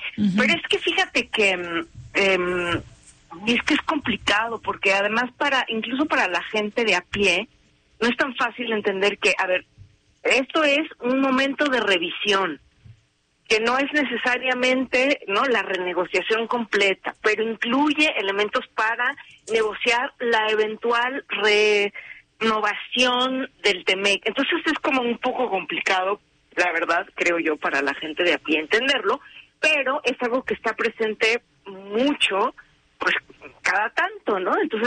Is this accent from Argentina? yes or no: no; Mexico; como somos los mexicanos